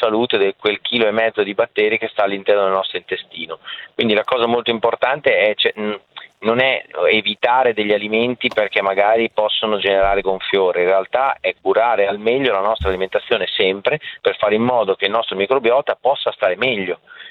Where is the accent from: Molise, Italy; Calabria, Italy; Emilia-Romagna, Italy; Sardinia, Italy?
Emilia-Romagna, Italy; in realtà io sono romagnolo, quindi al di là del segno, però facciamo parte della stessa regione